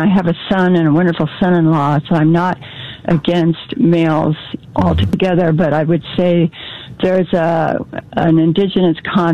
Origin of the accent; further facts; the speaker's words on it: California, United States; I'm from Fire Country, California. We moved up here to Washington because our insurance went to $3,000 a month for fire.